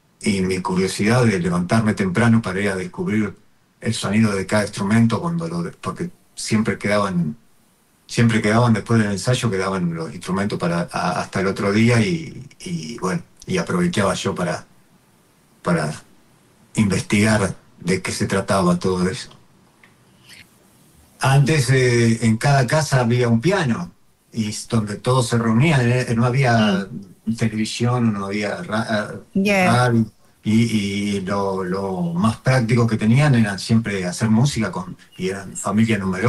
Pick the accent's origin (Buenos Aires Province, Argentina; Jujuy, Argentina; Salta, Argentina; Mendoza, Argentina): Buenos Aires Province, Argentina; Luján; si bien yo no estoy en la propia capital, estoy en Luján, Buenos Aires, bueno, para todo el resto del país. De Argentina, en cualquier provincia que voy, siendo de Buenos Aires, siempre nos dicen porteño y no somos porteños, pero bueno, para ellos somos porteños